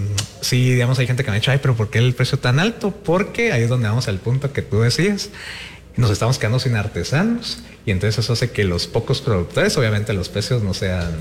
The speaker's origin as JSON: {"language": "Spanish", "country": "Guatemala", "said": "sino el tema también de la identidad como guatemaltecos, porque es una región muy rica la de Totonicapán."}